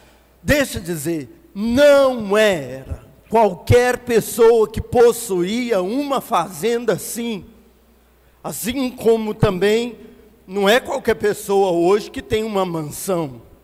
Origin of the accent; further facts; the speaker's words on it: Itaúna, Minas Gerais, Brazil; Hoje eu ando lá em Itaúna, onde nasci